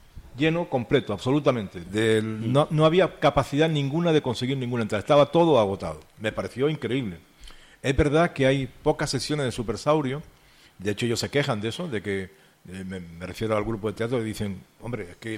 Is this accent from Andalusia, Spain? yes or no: no; Las Palmas, Canary Islands, Spain; Igual que yo vine de Las Palmas, pues todavía más gente también.